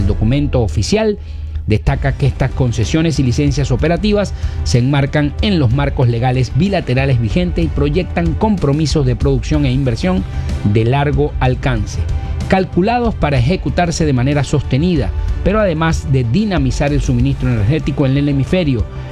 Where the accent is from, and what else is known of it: Venezuela